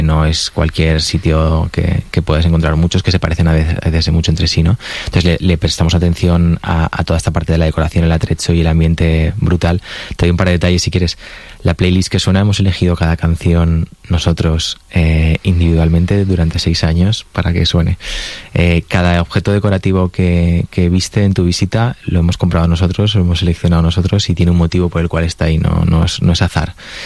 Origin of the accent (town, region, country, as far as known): Valencian Community, Spain